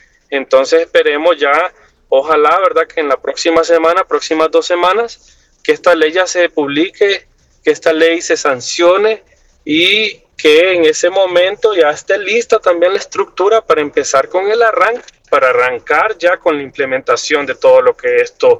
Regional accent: Honduras; los hondureños somos víctimas

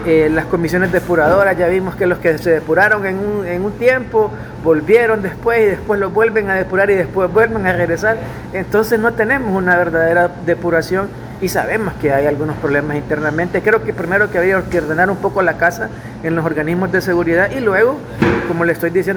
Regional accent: Honduras; Como hondureño yo quiero que den resultados

